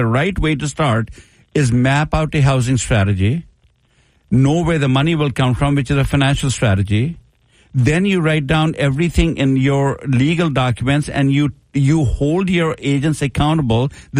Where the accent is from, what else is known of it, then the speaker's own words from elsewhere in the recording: India; now in United States; I'm from India. My wife is from Spokane.